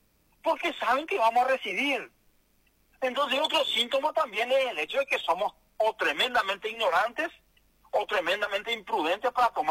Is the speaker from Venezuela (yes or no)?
no; Paraguay